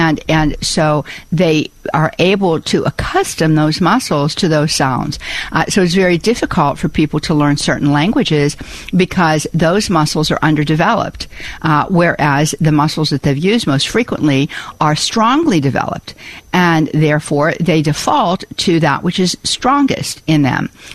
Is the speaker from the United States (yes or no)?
yes; Pittsburgh, Pennsylvania, United States; accent: Pittsburgh